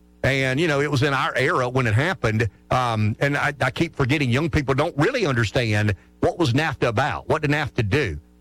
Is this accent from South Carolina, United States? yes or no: yes; Pamplico, South Carolina, United States; Pamplico's in a permanent recession. My hometown, I love it.